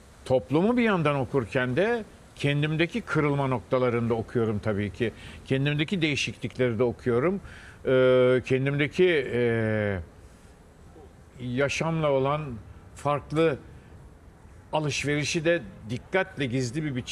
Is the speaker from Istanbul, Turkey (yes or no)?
yes; Istanbul, Turkey; born or raised there; also born or lived in Fatsa